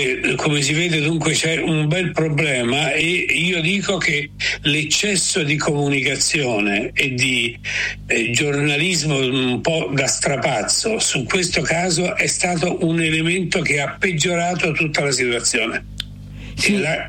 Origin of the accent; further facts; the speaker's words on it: Umbria, Italy; Sicuramente al fresco, perché il mio paese in Umbria è abbastanza fresco e la mia casa ha delle mura antiche, quindi sono privilegiato.